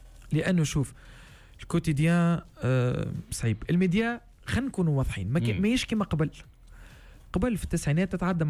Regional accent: Tunisia; انا فنان تونسي واستاذ موسيقى

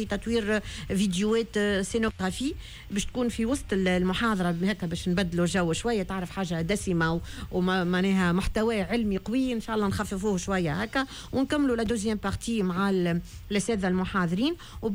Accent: Tunisia; احنا دوله تونسيه عربيه مسلمه اما ما ننكروش في اصلنا وفخورين باصلنا ونتفخروا به قدام العالم

